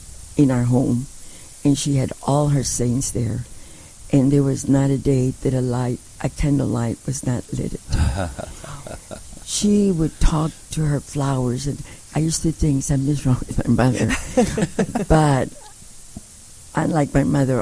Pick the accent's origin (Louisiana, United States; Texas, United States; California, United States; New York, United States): Texas, United States; San Antonio; born there; So I am very proud to be Catholic. I was born in San Antonio, Texas, and I was the youngest of six girls, and my brother was the baby of the family.